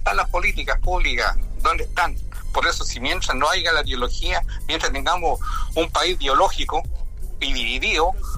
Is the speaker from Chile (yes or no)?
yes; Chile; en mi Chile, en mi país